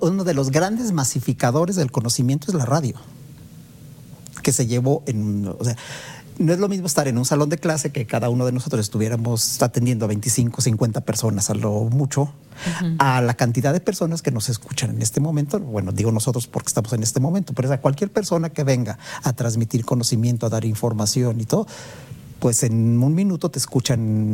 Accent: Mexico City, Mexico; Yo crecí en la Ciudad de México.

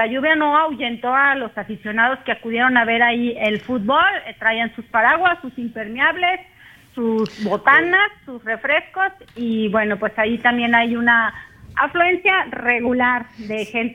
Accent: Mexico; A como son o somos los mexicanos

